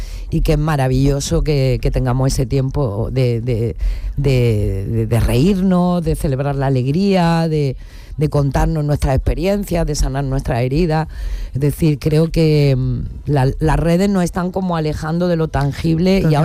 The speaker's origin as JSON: {"language": "Spanish", "town": "La Zubia", "region": "Andalusia", "country": "Spain", "tie": "born or raised there"}